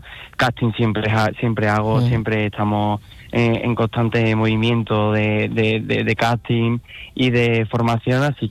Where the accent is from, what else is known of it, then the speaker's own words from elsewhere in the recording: Huelva, Andalusia, Spain; siempre llevaré a mi tierra, la que me ha visto crecer